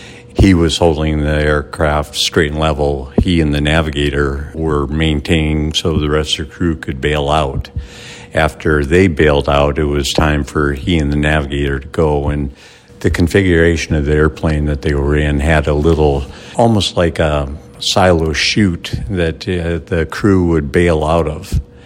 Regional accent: Minnesota, United States; moved away as an adult; I was raised in Minnesota

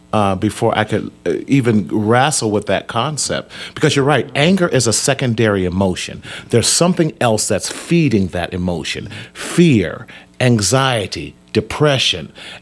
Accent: Bible Belt, United States; You know, we grew up in the Bible Belt.

